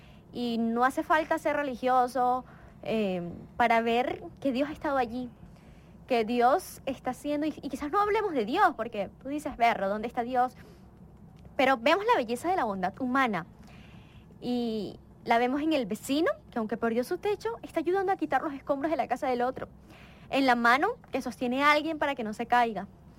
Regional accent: Venezuela; sobrevivimos a tantas cosas que como venezolanos hemos atravesado, enfermedades.

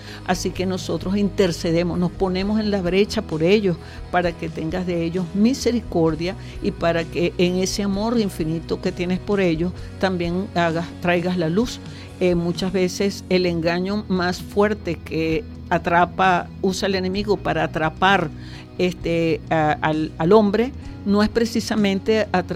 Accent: Venezuela; fuera de nuestro país, porque Venezuela está repartida en el mundo entero

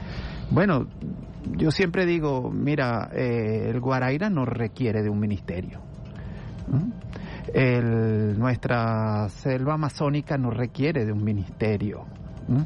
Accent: La Guaira, Venezuela; born there; yo soy de La Guaira. Yo nací en Macorís.

